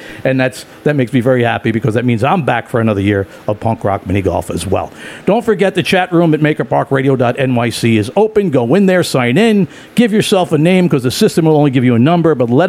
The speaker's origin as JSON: {"language": "English", "town": "New York City", "region": "New York", "country": "United States", "tie": "born or raised there", "moved": "yes", "lives_now": "Staten Island, United States", "said": "Brooklyn, New York, my hometown, before I shifted across the harbor to my current hometown of Staten Island."}